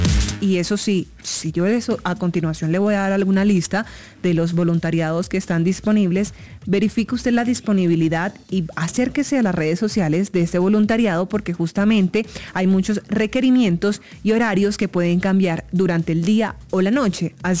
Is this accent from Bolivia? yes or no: no; Colombia